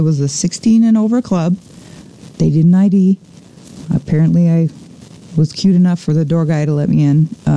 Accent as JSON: {"language": "English", "region": "Utah", "country": "United States", "tie": "born or raised there", "said": "I grew up in Utah County."}